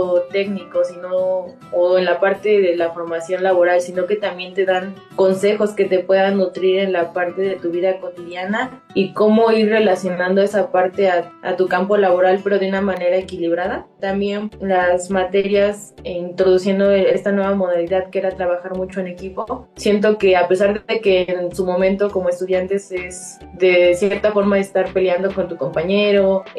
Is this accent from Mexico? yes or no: yes; Pachuca, Hidalgo, Mexico; yo soy originaria de Pachuca de Soto, que es justo donde está la sede de la Universidad Autónoma.